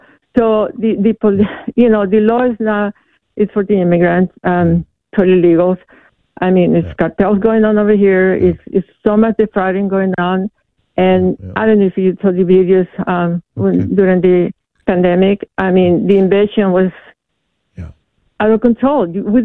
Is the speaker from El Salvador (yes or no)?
yes; El Salvador; English is a second language; also born or lived in Texas / California; now in United States; I'm an immigrant. I'm from Salvador. When I came to America, you know, my cousin asked me to come and help me, and when I came, he didn't want to help. So I need to work. I had to survive. I had to learn the language. I was in Texas, then I came to California.